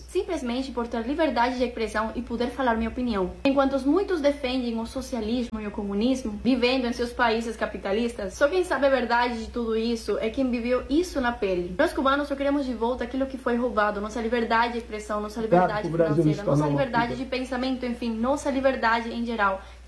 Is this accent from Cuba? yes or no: yes; Cuba; moved away; eu, como cubana